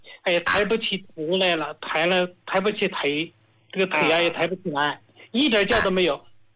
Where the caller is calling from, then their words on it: Hubei, China; 我是湖北人，